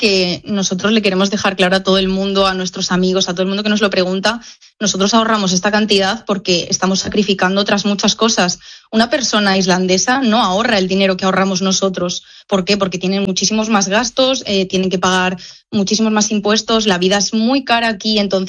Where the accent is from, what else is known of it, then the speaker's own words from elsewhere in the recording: Spain; moved away as an adult; now in Iceland; cada vez que les decimos que somos españoles